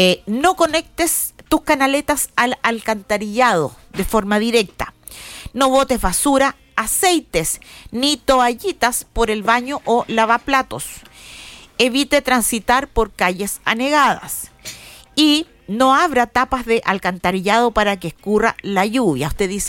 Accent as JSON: {"language": "Spanish", "country": "Chile", "said": "La palabra con W que utilizamos todos los chilenos."}